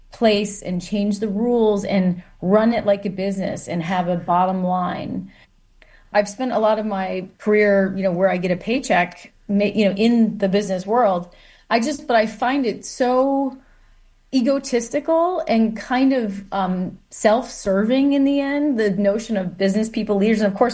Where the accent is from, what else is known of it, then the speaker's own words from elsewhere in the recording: Michigan, United States; I think, to me, growing up in Michigan, I was born in 1979, grew up in the 80s. It was a union place.